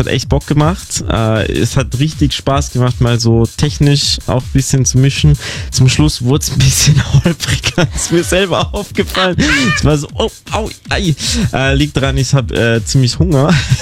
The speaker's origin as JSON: {"language": "German", "region": "Tyrol", "country": "Austria", "lives_now": "Berlin, Germany", "said": "und ich komme ja aus Tirol, Österreich, da ist der Winter..."}